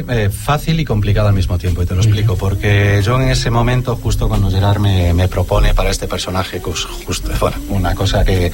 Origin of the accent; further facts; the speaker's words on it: Ferrol, Galicia, Spain; born there; me propusieron hacer una película con Paco Rabal y Federico Lupi en Ferrol, donde yo nací, evidentemente